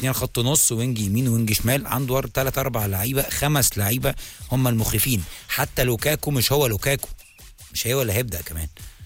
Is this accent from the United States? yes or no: no; Egypt; في لعبتنا في منتخب مصر.